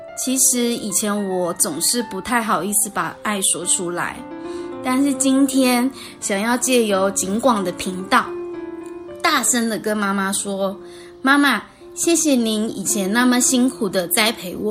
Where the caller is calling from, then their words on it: Miaoli County, Taiwan; 我是来自苗栗的